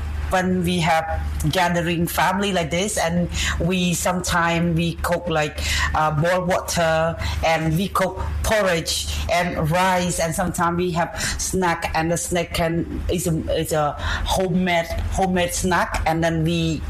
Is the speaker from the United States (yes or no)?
no; Siem Reap, Cambodia; I identify myself as a transgender when I was 12 years old, and I was born in Siem Reap in Kandrok village. It's a small village